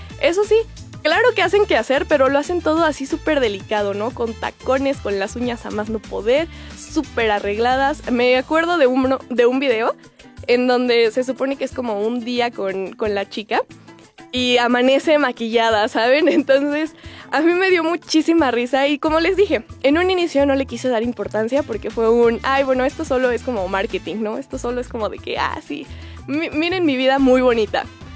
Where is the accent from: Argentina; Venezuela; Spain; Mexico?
Mexico; como buenas mexicanas, y no solo mexicanas, sino latinoamericanas